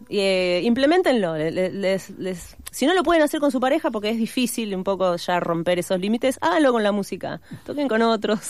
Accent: Quilmes, Buenos Aires Province, Argentina; El 21 de noviembre tocamos en Quilmes, mi ciudad natal.

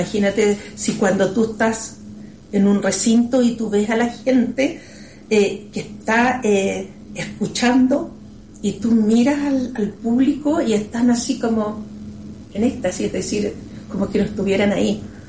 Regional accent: Los Lagos, Chile; also born or lived in Osorno, Chile; prácticamente nací allá, porque si bien es cierto nací en Osorno, pero me crié en este sector Huelinto porque nos llevaban ahí a la casa de nuestros abuelos, lugar de patos huala.

